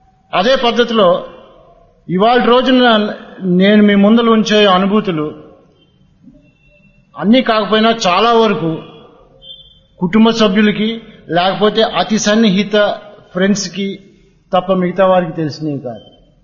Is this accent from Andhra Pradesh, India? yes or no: yes; Guntur, Andhra Pradesh, India; అమ్మా నాన్న ఇద్దరు కూడా శిరిడీబాబా భక్తులు. గుంటూరులో మా ఇంటి నా చిన్నతనంలో మా ఇంటి పక్కన ఓ మామగారు ఉండేవారు.